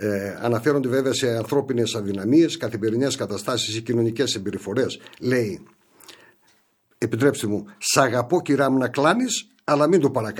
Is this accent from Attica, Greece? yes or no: no; Vari, Grevena, Western Macedonia, Greece; born or raised there